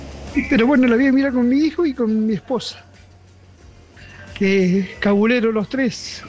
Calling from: Facundo Quiroga, Buenos Aires Province, Argentina; de Facundo Quiroga, acá en la provincia de Buenos Aires.

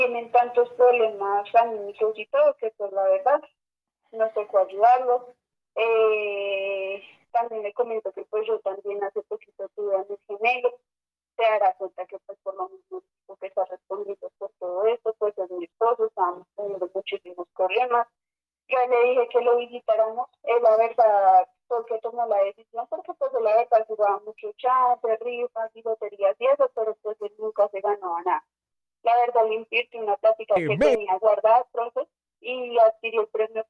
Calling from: Soacha, Cundinamarca, Colombia; Yo lo llamo desde Soacha Compartir

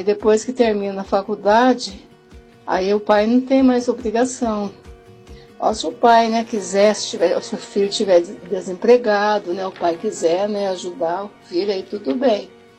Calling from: São José dos Campos, São Paulo, Brazil; Eu sou de São José dos Campos

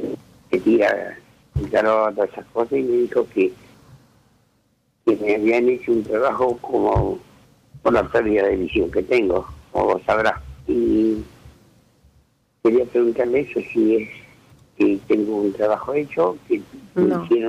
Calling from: Arroyo Seco, Santa Fe, Argentina; Ahora estoy en Arroyo Seco, estoy en mi casa.

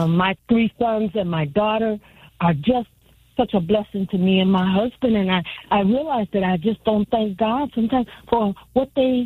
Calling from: Cleveland, Ohio, United States; from Cleveland.

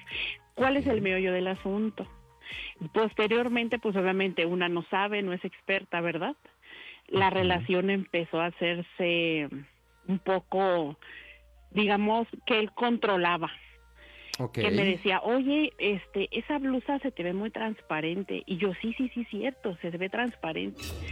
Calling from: State of Mexico, Mexico; De aquí del Estado de México.

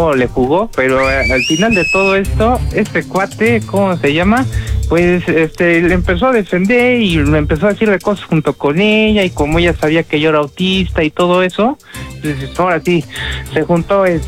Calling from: Mexico City, Mexico; Desde aquí, desde la colonia Portales.

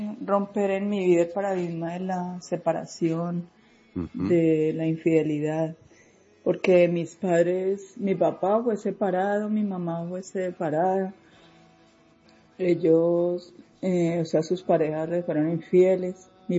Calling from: Ibagué, Tolima, Colombia; Soy … de Ibagué.

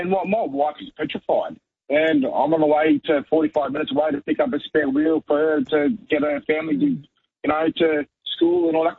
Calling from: Hastings, Victoria, Australia; I'm from Hastings

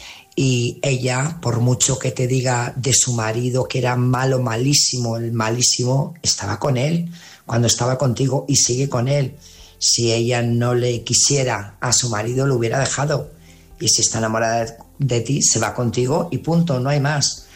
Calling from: Burgos, Castile and León, Spain; Buenas noches … corresponsal de Burgos

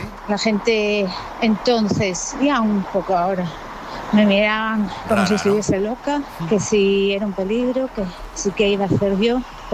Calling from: A Coruña, Galicia, Spain; de Coruña.

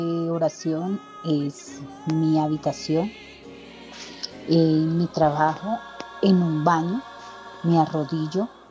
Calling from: Bogotá, Colombia; Hablo desde aquí, desde Bogotá, por el AUL 20 de julio.

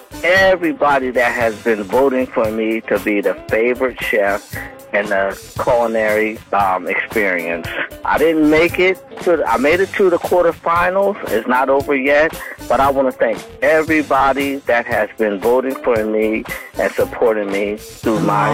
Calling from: Phoenix, Arizona, United States; calling from Phoenix, Arizona.

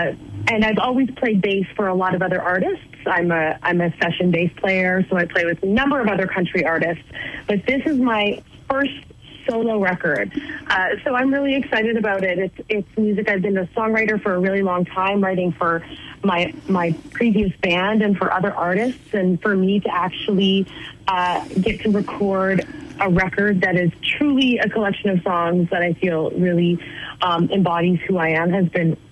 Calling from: Fort McMurray, Alberta, Canada; So right now I am in a town called Fort McMurray in Alberta, Canada.

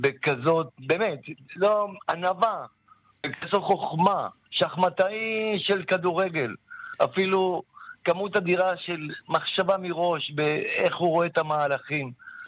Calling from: Northern Israel, Israel; פה אצלנו בצפון

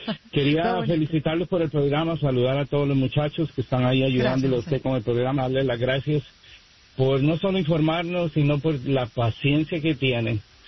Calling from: West Palm Beach, Florida, United States; En West Palm Beach, buenos días.

